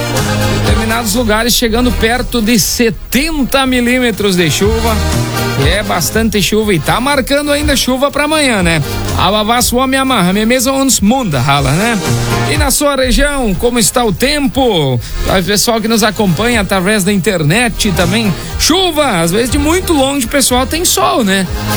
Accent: Brazil; accent: local German dialect; Misturando o nosso alemão, nosso dialeto alemão que a gente aprendeu aqui, é um dialeto local, né? O nosso alemão, mas também aí o nosso português, né?

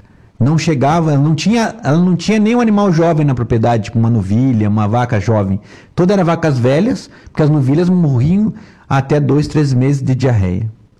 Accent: Rio Grande do Sul, Brazil; Eu sou gaúcho, né? Mas os gaúchos são meio bairristas, né?

